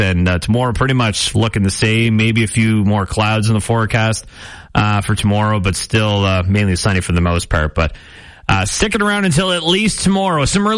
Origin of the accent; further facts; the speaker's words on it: Nova Scotia, Canada; now in Bathurst, Canada; I'm from Nova Scotia, so that's a very Nova Scotian thing.